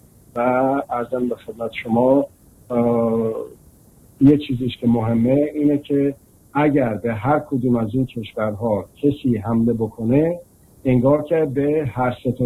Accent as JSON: {"language": "Persian", "country": "Iran", "said": "این دو تا کشور که به میهن ما تجاوز کردن،"}